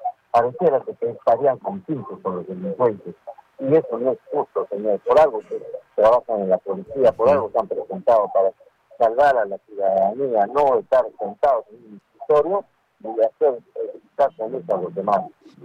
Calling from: Arequipa, Peru

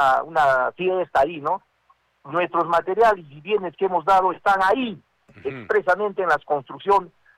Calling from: Arequipa, Peru; nosotros también como arequipeños

